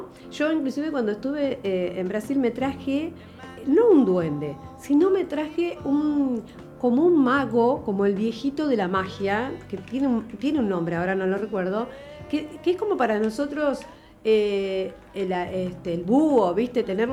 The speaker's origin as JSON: {"language": "Spanish", "town": "General Villegas", "region": "Buenos Aires Province", "country": "Argentina", "tie": "born or raised there", "said": "Yo estaba en mi pueblo, en mi ciudad ahora, General Villegas"}